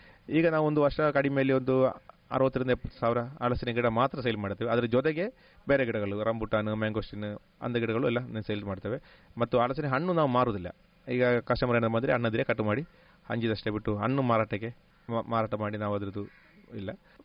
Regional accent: Karnataka, India; also born or lived in Alake Majalu; ನಿನ್ನ ಕಲ್ಲಿನಲ್ಲಿ ಒಂದು ಊರಿನ ಹೆಸರು ನಿಲ್ಲುವ ಕಲ್ಲಂದ, ಅದು ಆ ಊರಿನ ಹೆಸರು ಅದೇ ಊರಲ್ಲಿ ನನ್ನ ಮನೆ ಇರದ ಕಾರಣ

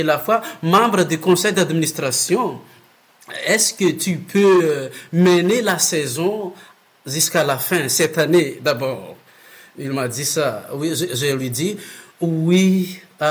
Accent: Madagascar; comme je viens de Madagascar, j'ai fait tout mon parcours des études, des formations, c'était à Madagascar.

